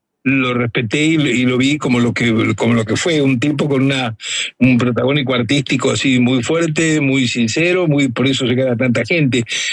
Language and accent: Spanish; Rosario, Santa Fe, Argentina; moved away; en mi ciudad de origen, en Rosario